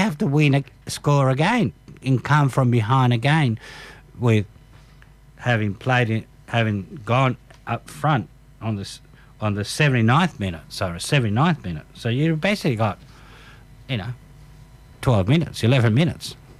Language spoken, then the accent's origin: English; Uruguay; now in Sydney, Australia; And as a child growing up in Uruguay, we used to go to the most northern part of Uruguay